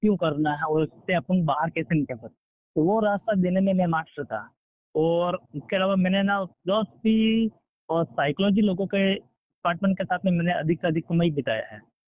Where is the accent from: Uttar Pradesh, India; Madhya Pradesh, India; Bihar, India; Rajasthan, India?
Rajasthan, India; now in Mumbai, India